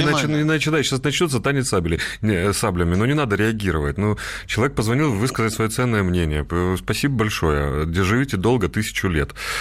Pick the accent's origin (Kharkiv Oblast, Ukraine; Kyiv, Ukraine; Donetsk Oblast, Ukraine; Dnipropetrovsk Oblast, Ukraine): Donetsk Oblast, Ukraine; Donetsk; я же из Донецка. Вот нас с 15-го года просто утюжит всем.